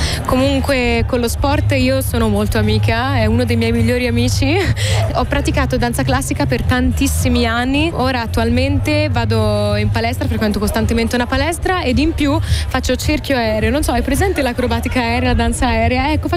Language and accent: Italian; Tuscany, Italy; io sono toscana, ma adesso siamo in Slovenia